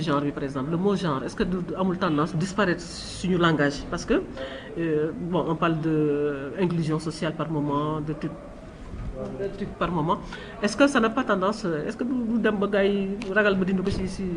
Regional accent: Senegal; c'est un peu malhonnête parce que là, on est sénégalais carrément.

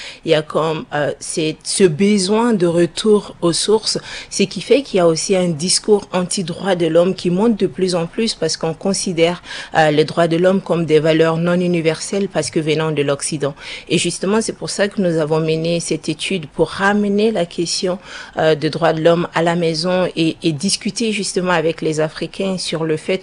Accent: Mali; Alors, chez nous, au Mali, nous faisons un travail de promotion des droits de l'homme basé sur les origines endogènes.

